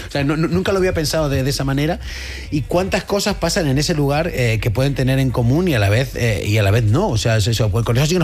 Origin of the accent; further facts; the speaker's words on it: Venezuela; la tierra más hermosa pero a la vez la tierra más complicada es la tierra de donde yo vengo, ¿no?